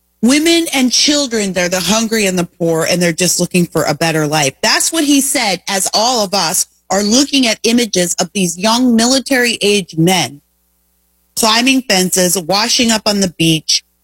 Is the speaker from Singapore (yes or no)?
no; Canada; moved away as an adult; now in United States; And I'm speaking to you as an immigrant. I immigrated from Canada at 18. Now, to be fair, my father was an American, so I had a much easier path than many people do.